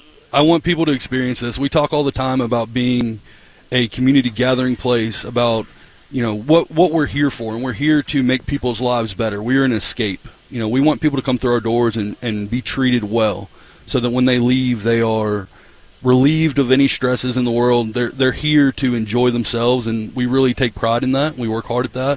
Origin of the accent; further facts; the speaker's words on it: Crossville, Tennessee, United States; also born or lived in Hendersonville, Tennessee; I grew up in Crossville, Tennessee.